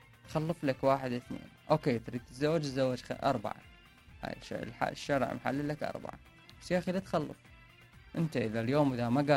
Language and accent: Arabic; Iraq